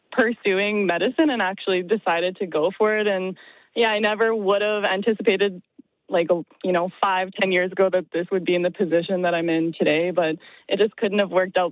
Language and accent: English; Winnipeg, Manitoba, Canada; born or raised there